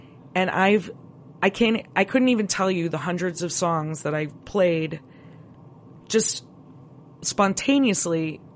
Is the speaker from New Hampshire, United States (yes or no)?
no; Elmhurst, Illinois, United States; locally around Chicago where I live in the suburbs. And I'm playing in Elmhurst, my hometown